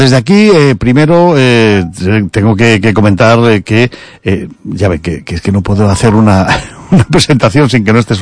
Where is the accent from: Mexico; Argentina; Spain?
Spain; born there; now in Galicia, Spain; tú como eres castellano no entiendes. Evidentemente, yo nunca voy a decir que soy gallego, aunque me considero ya gallego, llevo aquí más de 30 años y eso, bueno, pues un poquito de gallego se me ha pegado